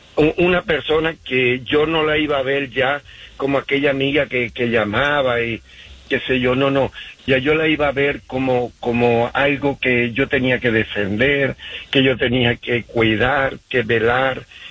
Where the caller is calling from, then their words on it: Utah, United States; Los llamo desde Utah, estoy aquí.